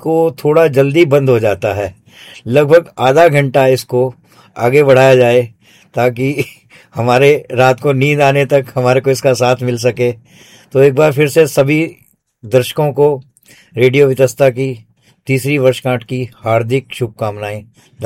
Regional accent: Ambala, Haryana, India; अंबाला का रहने वाला हूं।

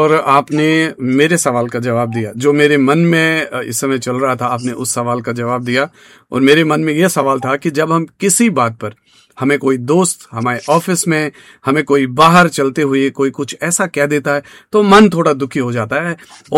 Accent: Jammu and Kashmir, India; born there; moved away; जब हम कश्मीर से जब आए तो यही एक रास्ता था जिस वजह से हमने सब कुछ छोड़ा, वो जगह भी छोड़ी जहां पर हमारा जन्म हुआ था

